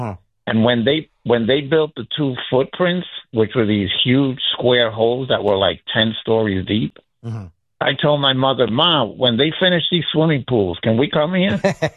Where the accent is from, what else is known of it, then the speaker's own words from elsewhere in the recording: New York, United States; I'm a lifetime New Yorker, born and raised here.